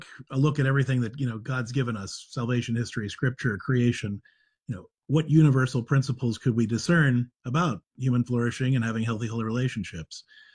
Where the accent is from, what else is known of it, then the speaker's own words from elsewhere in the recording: Clairton, Pennsylvania, United States; also born or lived in Ohio; I grew up in Clairton, Pennsylvania, which is the first place that The Deer Hunter was filmed.